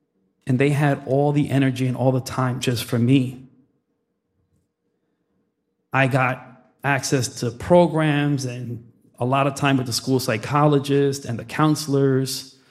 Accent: Plainfield, New Jersey, United States; born there; I was born in 1974 in Plainfield, New Jersey. Plainfield people here. The fourth son of Afro-Latino immigrants from the Dominican Republic.

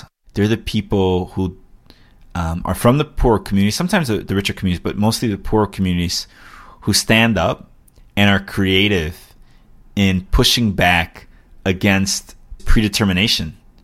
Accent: Chicago, Illinois, United States; I grew up in Little Village. Little Village is commonly known as the capital of the Mexican Midwest. 80,000 residents, the vast majority of which are either Mexican or Mexican-American. I'm very proud to be able to say that I'm from the neighborhood. Grew up on 23rd and Lawndale and live on 30th and Lawndale now.

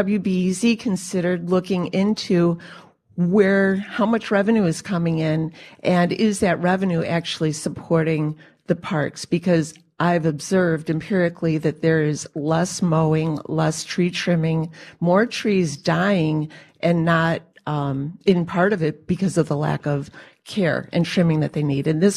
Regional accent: Chicago, Illinois, United States; from Chicago my whole life.

